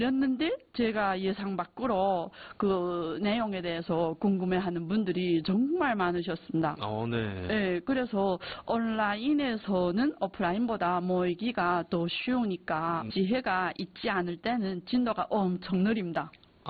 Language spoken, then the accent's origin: Korean; China; 우리는 조선족이라서 지금까지, 이전까지 계속 조선말로 학교를 다녔었고